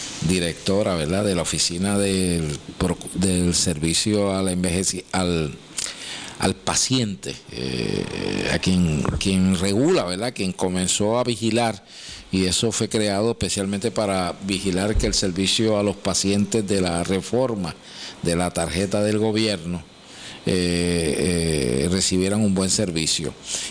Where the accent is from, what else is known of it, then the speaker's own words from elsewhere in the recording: Sabana Grande, Puerto Rico; y soy de Sabana Grande, yo puedo ir al hospital de Sabana Grande